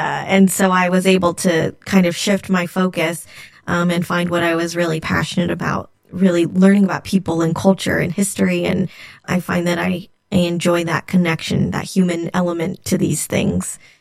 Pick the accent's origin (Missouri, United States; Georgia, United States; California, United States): California, United States; Modesto; also born or lived in Irvine, California; Yeah, so I grew up here in Modesto